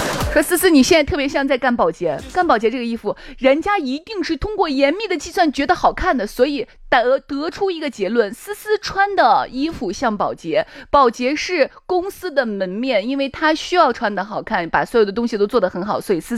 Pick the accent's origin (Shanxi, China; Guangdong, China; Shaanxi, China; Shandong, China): Shaanxi, China; 我们陕西人